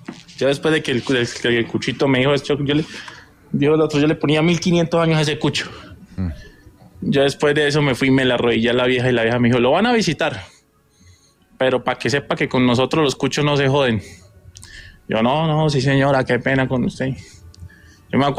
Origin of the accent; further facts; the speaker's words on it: Llanos Orientales, Colombia; now in Bogotá, Colombia; Yo soy oriundo de los Llanos Orientales, pero en este momento vivo en Bogotá.